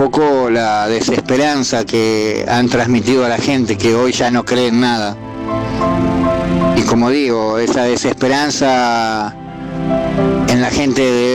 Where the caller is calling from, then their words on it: Argentina; creo en mi país, creo en Argentina, porque me creo un argentino más